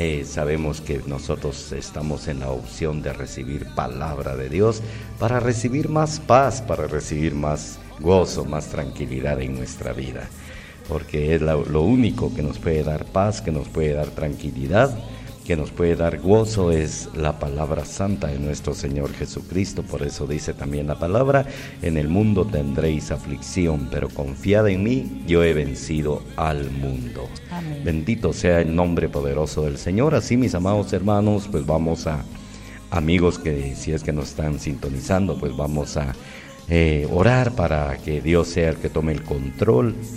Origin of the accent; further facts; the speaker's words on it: Guatemala; nuestro país, Guatemala